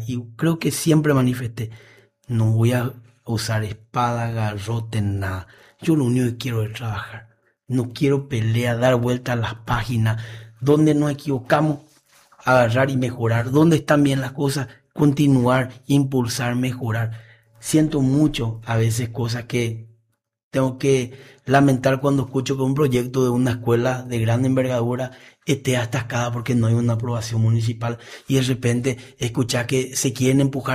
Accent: Paraguay; born there; la ciudad donde yo nací

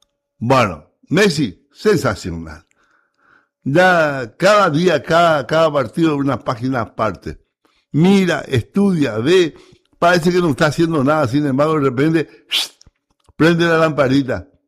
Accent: Paraguay; hoy todos los paraguayos estamos contentos

